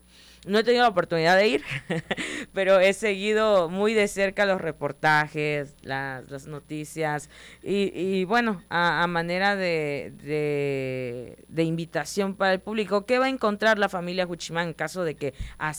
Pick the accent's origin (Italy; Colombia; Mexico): Mexico; Tabasco; somos tabasqueños